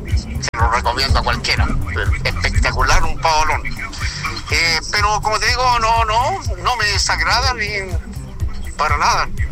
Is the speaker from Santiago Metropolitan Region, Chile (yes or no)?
yes; Santiago, Santiago Metropolitan Region, Chile; Yo te hablo de Santiago, Paula, nos criamos con eso